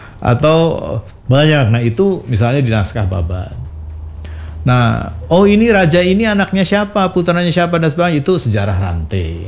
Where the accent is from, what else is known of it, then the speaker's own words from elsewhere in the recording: Cirebon, West Java, Indonesia; bukan bermaksud saya dari Cirebon pengen bagaimana.